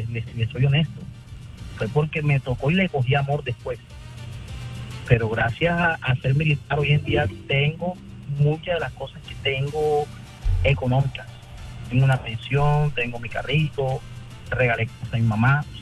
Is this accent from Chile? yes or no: no; Barranquilla, Atlántico, Colombia; A mí me da risa cuando dicen que el costeño es flojo.